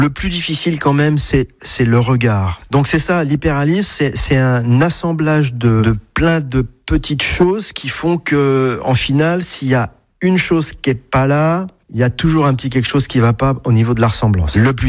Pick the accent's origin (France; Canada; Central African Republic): France; Vierzon, Centre-Val de Loire; now in Tours, France; Je suis originaire de Vierzon, un BTS de fabrication mécanique, donc ça n'a rien à voir avec la sculpture.